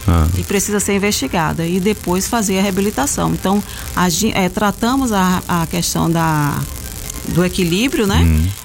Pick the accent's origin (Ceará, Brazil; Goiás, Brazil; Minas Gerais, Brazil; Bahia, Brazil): Bahia, Brazil; Itabuna; moved away as an adult; now in Ipiaú, Brazil; nós somos de Itabuna e estamos aqui em Piauí, né?